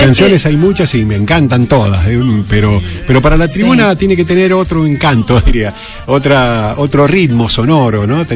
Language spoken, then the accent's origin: Spanish; Argentina; Muchas de las cosas del fútbol tienen que ver con la idiosincrasia de nuestro perfil como argentino.